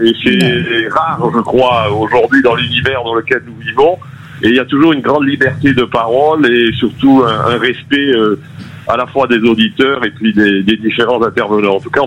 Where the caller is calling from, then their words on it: Saint-Raphaël, Provence-Alpes-Côte d'Azur, France; je suis pas vraiment un bastien, je suis à Saint-Raphaël.